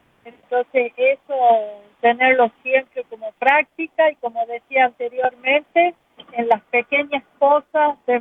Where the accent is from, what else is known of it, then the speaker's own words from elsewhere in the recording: Argentina; nosotros en Argentina, yo soy de Argentina